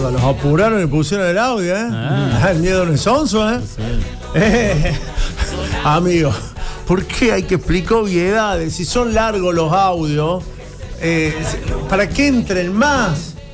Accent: Argentina; esos más de 40 millones que somos los argentinos?

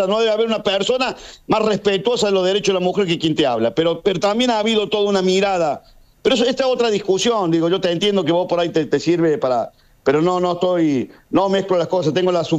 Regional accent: Argentina; sabemos cómo somos los argentinos.

